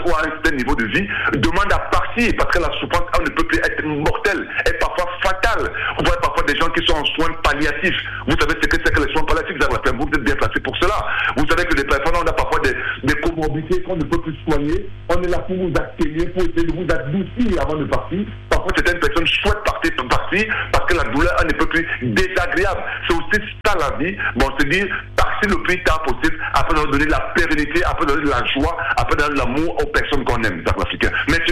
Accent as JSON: {"language": "French", "country": "Cameroon"}